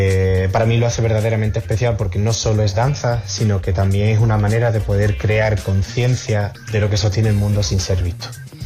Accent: Mérida, Extremadura, Spain; soy de Mérida

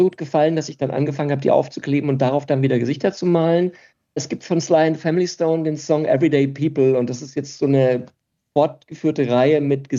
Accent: Karlsbad, Baden-Württemberg, Germany; moved away as an adult; also born or lived in Munich; Ich bin in Karlsruhe aufgewachsen, also noch nicht mal in Karlsruhe, sondern in Karlsbad. Dort habe ich meine ganze Jugend verbracht.

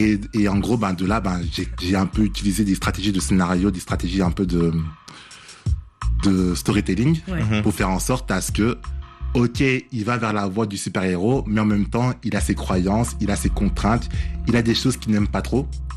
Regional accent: Sierra Leone; also born or lived in Chad; Moi, je suis de Sierra Leone et du Tchad, donc forcément, il y aura des éléments de ces deux pays.

